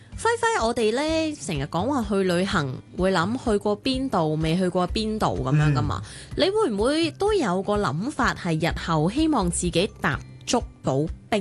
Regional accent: Hong Kong; 对于我哋香港人嚟讲

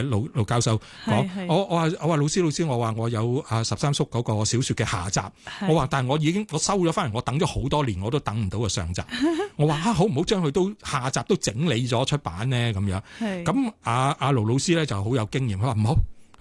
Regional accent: Hong Kong; 我哋香港人習慣講就係叫和平之後啦

